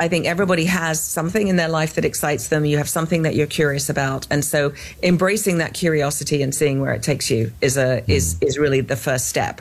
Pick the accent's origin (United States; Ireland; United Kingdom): United Kingdom; England; moved away as an adult; you can tell by my accent, I am not from Texas. I am clearly from England.